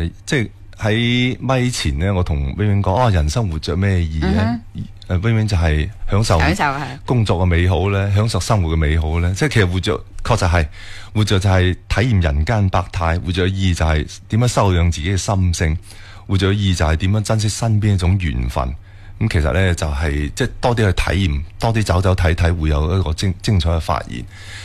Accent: Guangdong, China; 我哋广东人

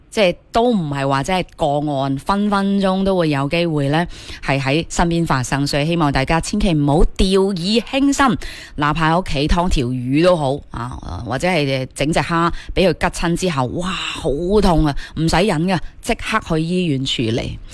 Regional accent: Guangdong, China; 我哋广东人喺屋企做海鲜，应该都系一件好常态嘅事

